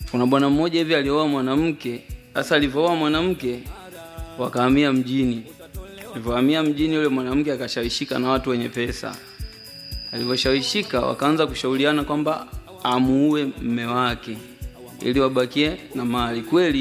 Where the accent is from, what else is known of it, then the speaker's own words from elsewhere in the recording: Tabora, Tanzania; born there; also born or lived in Kigoma; Nimezaliwa mkoa wa Tabora.